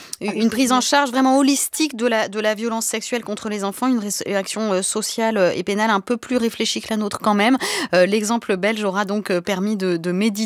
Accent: France; nous en tant que Français

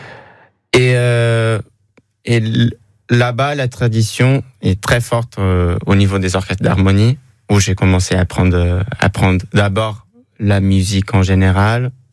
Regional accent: Portugal; Alors, faut juste savoir que moi, je suis portugais aussi. Ouais. Donc, ma vie a commencé, comme la plupart des musiciens avant, au Portugal, dans un orchestre d'harmonie.

